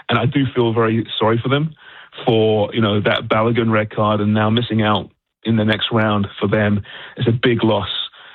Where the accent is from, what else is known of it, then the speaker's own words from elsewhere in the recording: England, United Kingdom; as an Englishman